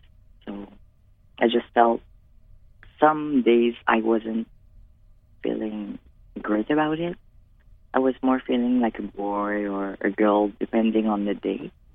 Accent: Caraquet, New Brunswick, Canada; first language French; English is a second language; now in Moncton, Canada; Je viens de Caraquet au New Brunswick.

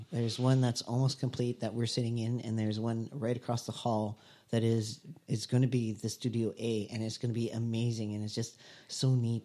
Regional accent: Alberta, Canada; I'm from Alberta, so it's not like that there.

